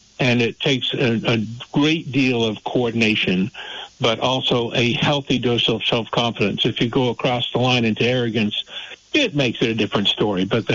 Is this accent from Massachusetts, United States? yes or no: yes; Massachusetts, United States; now in Burlington, United States; because I was brought up in the North Shore of Boston.